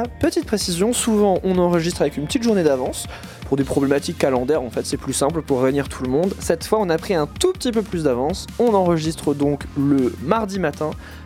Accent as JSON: {"language": "French", "region": "eastern France", "country": "France", "said": "Je viens de l'Est de la France"}